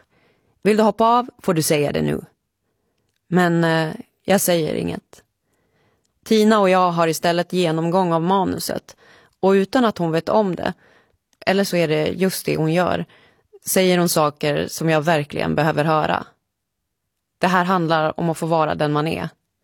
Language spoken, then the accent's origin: Swedish; Gävle, Gävleborg County, Sweden; moved away as an adult; jag har haft så lite tid till att underhålla mina relationer hemma i Gävle. Efter flera år på vift känner jag mig mer som en främling eller en gäst på den plats jag borde kalla hem.